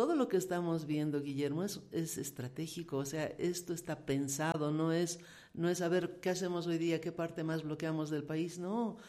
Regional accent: Potosí, Bolivia; como boliviana, como potosina

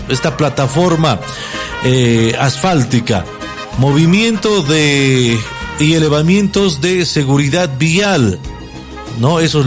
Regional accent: Bolivia; Obviamente somos nosotros los bolivianos.

